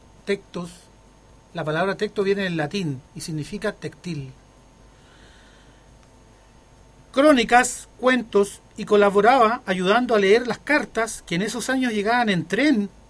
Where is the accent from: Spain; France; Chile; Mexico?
Chile; Yungay, Ñuble; also born or lived in Concepción / United States; estoy orgulloso del pueblo donde nací. Nací el 23 de agosto de 1967 en la ciudad de Yungay, región de Ñuble actual. Estudié en la escuela rural El Roble, donde aún vive mi mamá. Continué mis estudios en el liceo A17 de Yungay